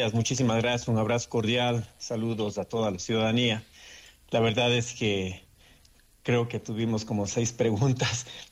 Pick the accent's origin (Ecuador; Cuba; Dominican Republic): Ecuador